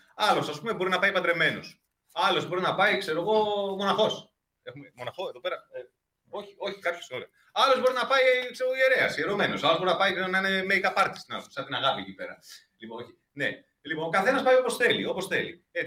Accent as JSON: {"language": "Greek", "country": "Greece", "said": "σαν Έλληνες εδώ πέρα, σαν Ρωμιοί"}